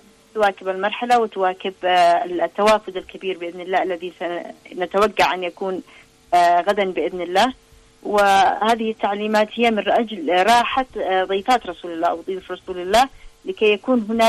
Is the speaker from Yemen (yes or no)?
yes; Yemen; يليق بنا كيمنيين